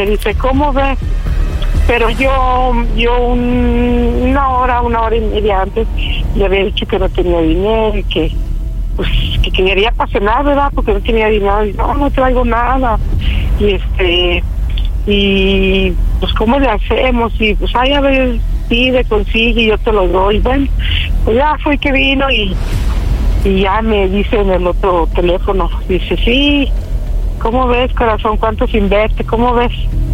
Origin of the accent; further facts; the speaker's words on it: San Luis Potosí, Mexico; Tengo 49 años, soy de San Luis Potosí.